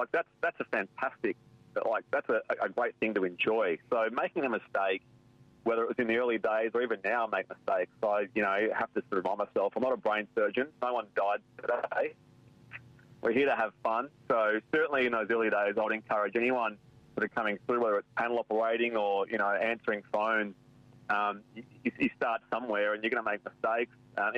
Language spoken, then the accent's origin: English; Bibra Lake, Western Australia, Australia; this is a far cry from, you know, growing up in Bibra Lake, and I had no rugby league interest around that time